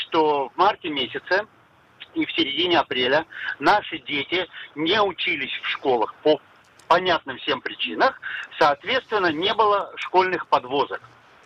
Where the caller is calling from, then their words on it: Kiryat Ata, Haifa District, Israel; я из Сириатака.